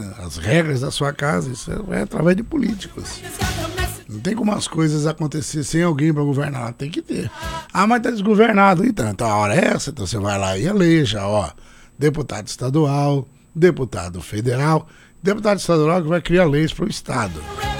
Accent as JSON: {"language": "Portuguese", "country": "Brazil"}